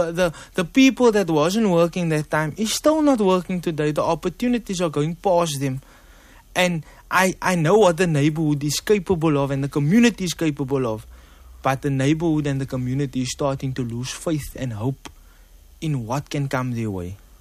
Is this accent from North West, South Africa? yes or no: no; Mitchell's Plain, Western Cape, South Africa; I'm from Mitchell's Plain, so I'm automatically a collegian.